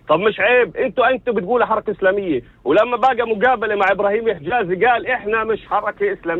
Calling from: Northern District, Israel; بحكي معك مستوى من الشمال.

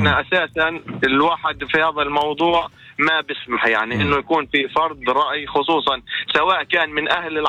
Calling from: Jenin, West Bank, Palestine; أنا من جنين طبعا.

